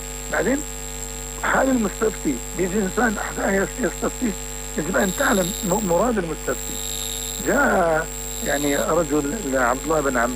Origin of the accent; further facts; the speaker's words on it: Syria; moved away as an adult; إحنا نستطيع أبناء سوريا أن ندافع عن بلدنا